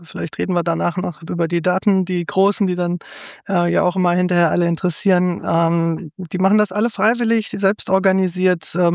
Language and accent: German; Frankfurt am Main, Hesse, Germany; born there; moved away as an adult; also born or lived in Russia; bin ja ein Wessi, in Frankfurt am Main geboren